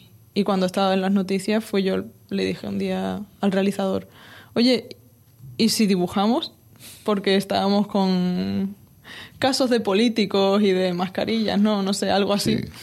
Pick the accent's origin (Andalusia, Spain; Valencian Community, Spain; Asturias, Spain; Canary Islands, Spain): Andalusia, Spain; Jerez de la Frontera; now in Madrid, Spain; a mí me gusta decir que soy de Jerez y que vivo en Jerez, pero la realidad es que los últimos 6 años he vivido en Madrid y ahora me voy a vivir a París.